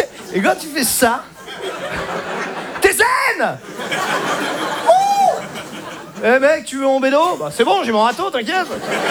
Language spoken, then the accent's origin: French; Normandy, France; Moi, à la base, je viens de Normandie. Hein. Je le dis pour ceux qui n'ont pas lu ma page Wikipédia. Et quand je suis parti de chez moi, le magasin n'était pas développé là-bas.